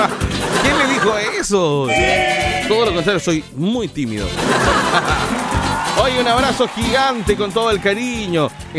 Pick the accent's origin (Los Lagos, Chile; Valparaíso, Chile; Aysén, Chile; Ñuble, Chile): Ñuble, Chile; Coelemu; now in O'Higgins Region, Chile; No, yo era de Coelemo, era de Coelemo.